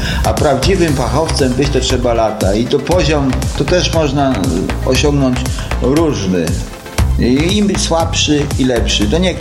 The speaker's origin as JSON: {"language": "Polish", "town": "Urzędów", "region": "Lublin Voivodeship", "country": "Poland", "said": "był tu plener u nas w Urzędowie"}